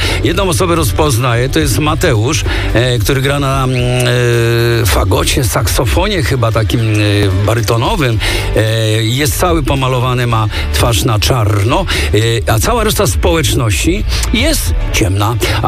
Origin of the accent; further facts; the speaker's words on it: Kenya; Polish is a second language; now in Warsaw, Poland; Pochodzę z Kenii, od 36 lat mieszkam w Warszawie oraz pracuję jako nauczyciel języka angielskiego.